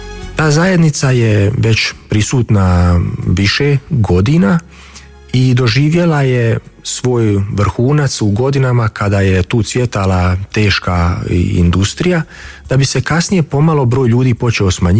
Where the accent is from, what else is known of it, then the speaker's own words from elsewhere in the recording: Lašva Valley, Federation of Bosnia and Herzegovina, Bosnia & Herzegovina; moved away as an adult; now in Münster, Germany; Sva tri ta mjesta su u srednjoj Bosni, praktično u Lašmanskoj dolini, jako su blizu, to je i moj zavičaj.